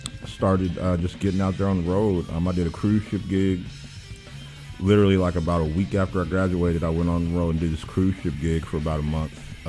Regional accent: Memphis, Tennessee, United States; I grew up playing music around Memphis.

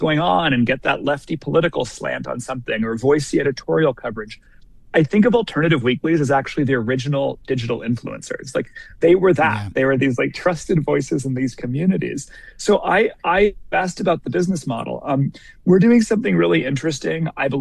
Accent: Washington, United States; born or raised there

